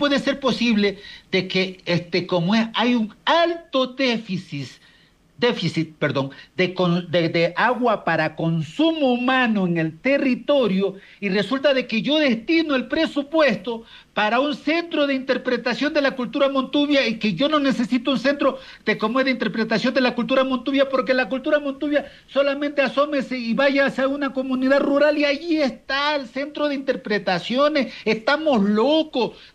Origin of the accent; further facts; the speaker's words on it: Chone, Manabí, Ecuador; mi pueblo, de Chone